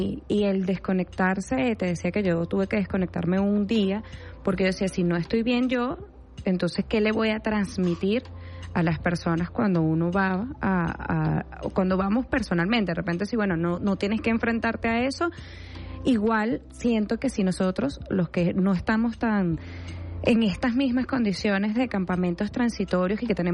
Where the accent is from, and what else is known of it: Venezuela